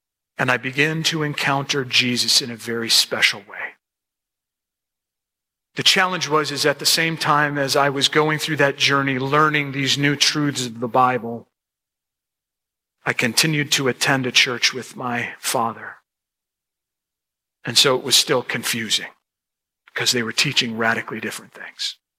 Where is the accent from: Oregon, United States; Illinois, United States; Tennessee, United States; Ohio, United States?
Illinois, United States; Chicago; moved away; I grew up in Chicago.